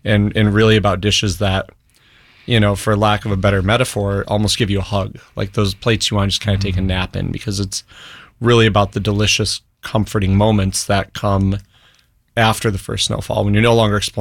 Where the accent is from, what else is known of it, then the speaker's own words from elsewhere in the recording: East Coast, United States; also born or lived in Midwest; I grew up in East Coast and in Midwest.